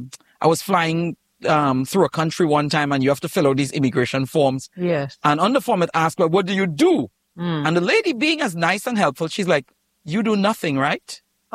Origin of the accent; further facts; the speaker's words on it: Trinidad & Tobago; born there; moved away; I was born in Trinidad, and people hear my accent